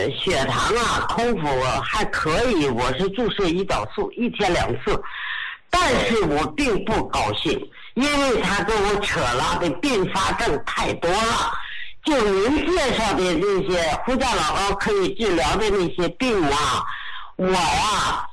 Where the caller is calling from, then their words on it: Beijing, China; 我是北京的